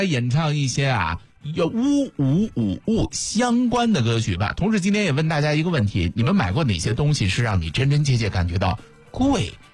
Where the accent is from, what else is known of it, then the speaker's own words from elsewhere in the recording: Xuzhou, Jiangsu, China; 这是我们徐州人最喜欢的乐队。